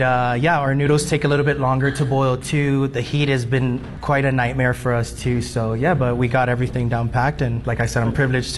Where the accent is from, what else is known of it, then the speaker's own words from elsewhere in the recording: Florida, United States; moved away as an adult; now in Colorado Springs, United States; South Florida. That's my hometown.